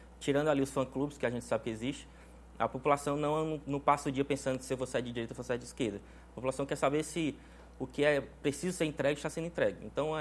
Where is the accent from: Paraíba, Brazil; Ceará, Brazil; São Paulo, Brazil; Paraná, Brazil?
Ceará, Brazil; Crateús; moved away as an adult; Eu sou de Crateús, uma cidade que eu amo muito